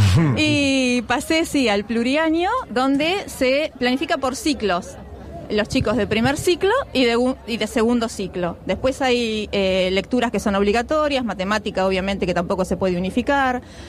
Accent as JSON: {"language": "Spanish", "town": "Urdampilleta", "region": "Buenos Aires Province", "country": "Argentina", "tie": "born or raised there", "lives_now": "Miramar, Bolívar, Argentina", "said": "yo soy oriunda de Urdampilleta, un pueblo que está a 50 kilómetros de Bolívar."}